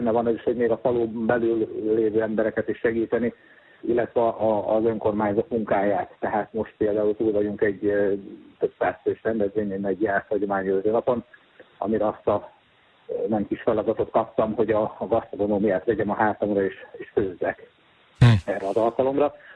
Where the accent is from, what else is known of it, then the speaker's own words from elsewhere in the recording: Hungary; born there; Illetve itt szülőfalumban járt Karajenőn.